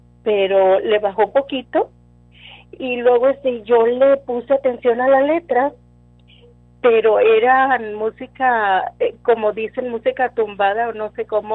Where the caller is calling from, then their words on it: Del Rio, Texas, United States; de aquí, del río Texas.